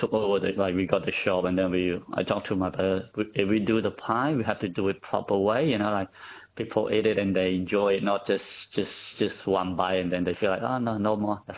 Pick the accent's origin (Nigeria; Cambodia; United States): Cambodia; now in Australia; No, not at all. Because we didn't have pie in Cambodia, you know. We don't have pie in Cambodia.